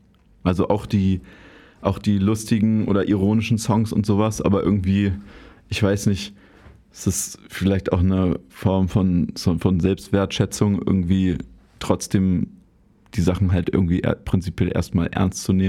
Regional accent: Berlin, Germany; also ich bin ja da so im Tiergarten aufgewachsen und das war ja, bin ich immer viel vorbeigekommen.

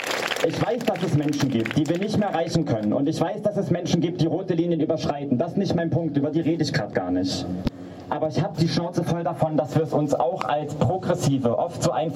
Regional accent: Saxony-Anhalt, Germany; moved away; Ich bin in Sachsen geboren, ich bin in Sachsen-Anhalt groß geworden als Transfrau

